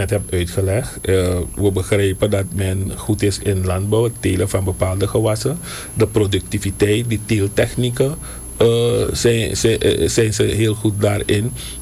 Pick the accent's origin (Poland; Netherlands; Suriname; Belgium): Suriname; om ons als Surinamer, als land en volk.